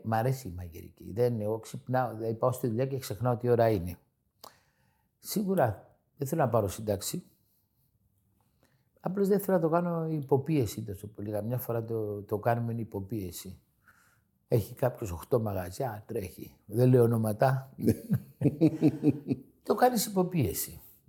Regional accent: Greece; εμείς σαν Έλληνες

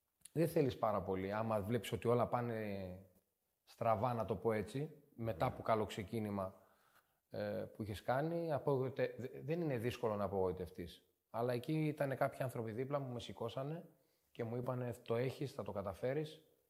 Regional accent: Strymoniko, Central Macedonia, Greece; born or raised there

